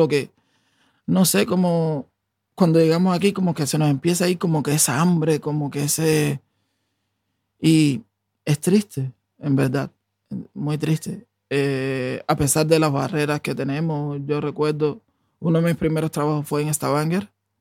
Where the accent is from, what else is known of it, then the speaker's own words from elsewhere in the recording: Pinar del Río, Cuba; Soy de Pinar del Río.